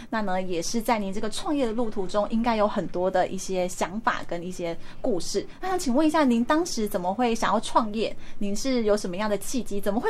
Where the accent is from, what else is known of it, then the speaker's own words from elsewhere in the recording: Taiwan; 更符合我们台湾人自己平常在吃的这个。